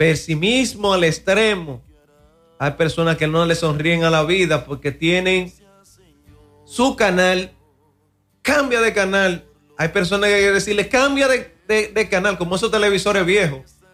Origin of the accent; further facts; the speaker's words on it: Dominican Republic; como diríamos en buen dominicano